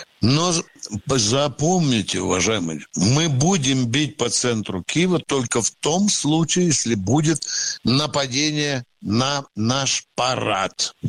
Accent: Moscow, Russia; Я еще москвичка, блин.

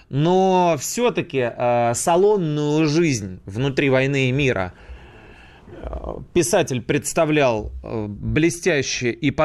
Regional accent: Saint Petersburg, Russia; now in Moscow, Russia; Я, например, из Санкт-Петербурга сюда был перевезен, ну, еще во времена Ленинграда давным-давно.

